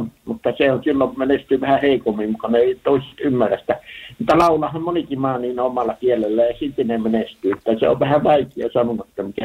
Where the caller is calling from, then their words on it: Turku, Southwest Finland, Finland; Mä oon Turunhettamista